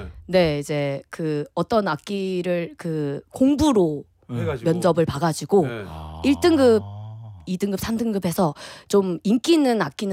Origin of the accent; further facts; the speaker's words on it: Anyang, Gyeonggi Province, South Korea; 제가 안양 출신이거든요.